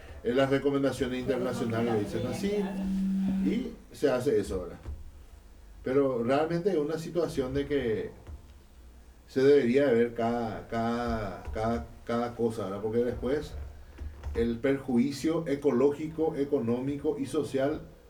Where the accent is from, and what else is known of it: Paraguay